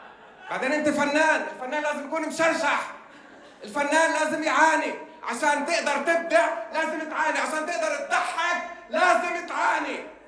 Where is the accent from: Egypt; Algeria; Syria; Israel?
Israel; Haifa, Haifa District; كوني إن أنا من حيفا وعايش بين الجبال والبحر وإلى آخره